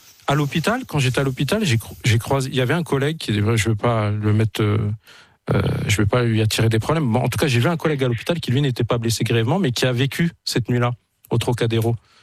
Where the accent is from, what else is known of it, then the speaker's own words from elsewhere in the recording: Morocco; now in France; je suis marocain aussi, j'ai la chance d'être binational. Mon pays, la France, m'a laissé cette chance-là.